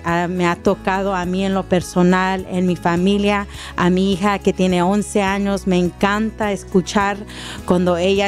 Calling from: Tyler, Texas, United States; Hola, soy una oyente de Fusión de Tyler, Texas.

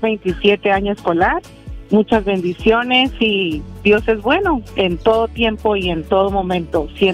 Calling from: California, United States; Estamos hablando desde Pandel, California.

